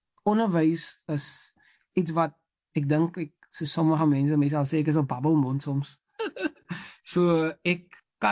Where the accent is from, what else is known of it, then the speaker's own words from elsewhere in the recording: Macassar, Western Cape, South Africa; is 'n laity, soos ek nou sal noem, van Makassar en groot geword, skool gegaan, Oklahoma primêr en dan hoërskool, Makassar hoër.